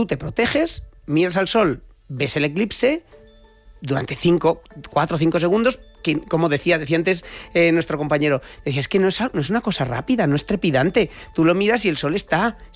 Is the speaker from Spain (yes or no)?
yes; El Pedernoso, Castilla-La Mancha, Spain; Es verdad, en Cuenca del Pedernoso, que es mi pueblo, así lo digo más.